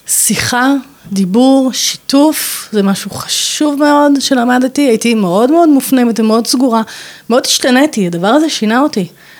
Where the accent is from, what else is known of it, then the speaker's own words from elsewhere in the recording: Hadera, Haifa District, Israel; אני באתי מחדרה. זו עיר קטנה, מאוד, מאוד לא מפותחת. קטנה, נחמדה, באמת, באתי מבית צנוע מאוד.